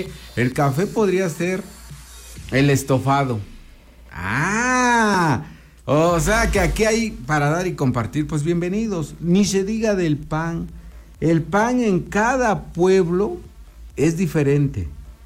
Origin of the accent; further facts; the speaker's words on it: Oaxaca, Mexico; así somos los oaxaqueños.